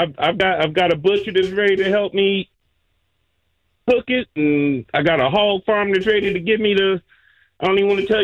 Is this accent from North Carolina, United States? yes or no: yes; North Carolina, United States; I'm from Eastern North Carolina, too, man. We raised on a hog farm.